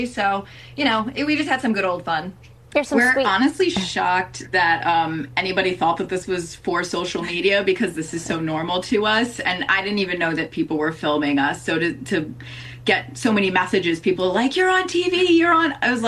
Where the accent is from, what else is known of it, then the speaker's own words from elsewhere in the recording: New York City, New York, United States; we grew up in Howard Beach.